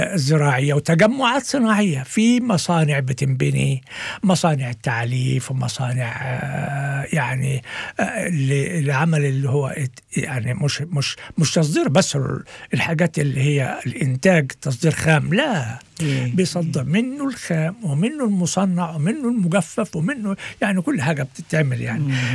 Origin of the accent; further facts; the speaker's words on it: Egypt; عندنا في مصر